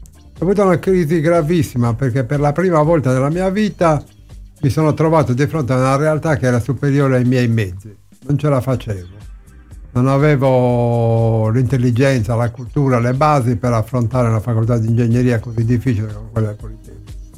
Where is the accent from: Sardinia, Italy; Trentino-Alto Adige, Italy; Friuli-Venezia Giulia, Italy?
Sardinia, Italy; Carbonia; sono nato a Carbonia nel 47, faccio parte della prima generazione dei carboniensi DOC.